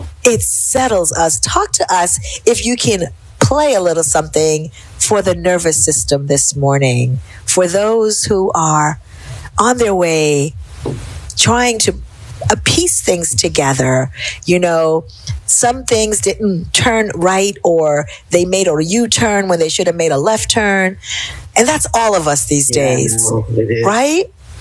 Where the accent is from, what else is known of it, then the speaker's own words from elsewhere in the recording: Jamaica; growing up in Jamaica